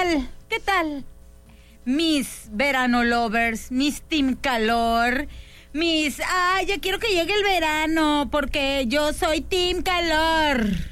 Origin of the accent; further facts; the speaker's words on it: Mexicali, Baja California, Mexico; pero pues soy de Mexicali, vivo muy a gusto aquí, no tengo pensado irme a vivir a Alaska ni a ningún otro lugar.